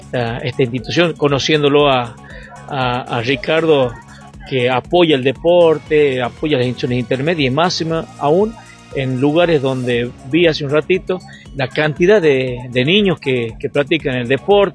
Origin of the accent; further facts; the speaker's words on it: La Rioja, Argentina; yo como riojano también, un orgullo para los riojanos.